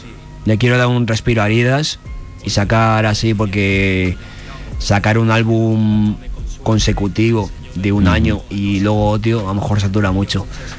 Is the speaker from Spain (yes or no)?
yes; Spain; la cultura nuestra, tradicional de España, como la europea